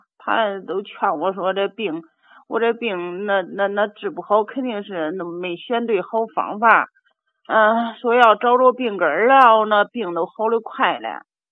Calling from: Kaifeng, Henan, China; 我是开封兰考县的呀，

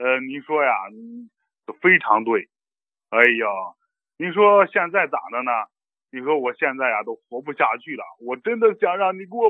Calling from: Xingtai, Hebei, China; 我是这个邢台南河的，

